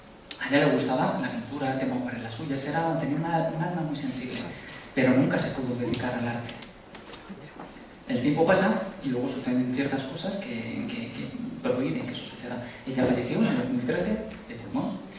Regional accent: Madrid, Community of Madrid, Spain; Porque yo soy de Aluche, nunca me matéis, pero soy de Aluche.

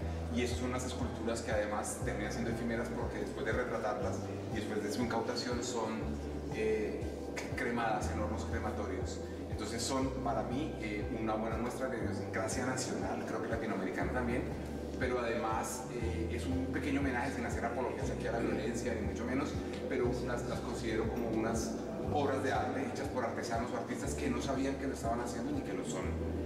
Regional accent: Colombia; colombiano

